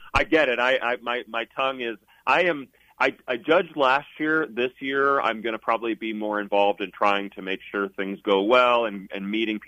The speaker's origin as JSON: {"language": "English", "region": "East Coast", "country": "United States", "tie": "born or raised there", "moved": "yes", "lives_now": "Chugwater, United States", "said": "I grew up on the East Coast. My heritage is Irish and English."}